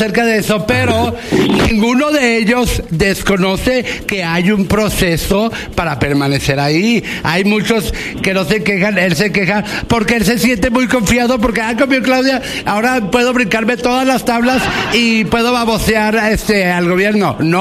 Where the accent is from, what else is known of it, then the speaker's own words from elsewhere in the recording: Mexico; Somos mexicanos